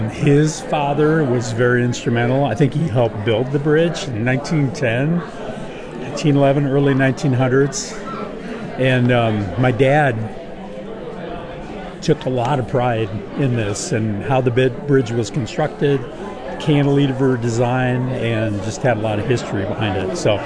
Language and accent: English; Iowa, United States; now in Oregon, United States; I grew up in Iowa